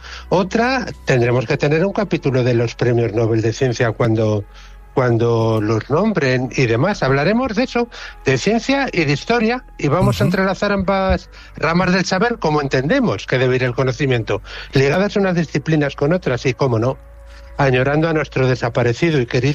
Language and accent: Spanish; Spain; somos españoles